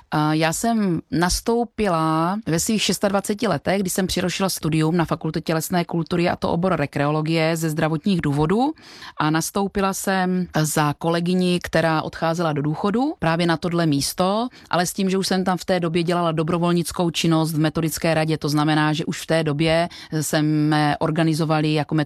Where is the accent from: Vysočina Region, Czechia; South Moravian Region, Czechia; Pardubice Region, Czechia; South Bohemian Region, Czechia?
South Moravian Region, Czechia; Znojmo; A já miluju přírodu, vodu, protože své dětství jsem strávila na Vranovské přehradě u Znojma, kde rodiče mé mámy měli chatu, nejkrásnější období mýho života.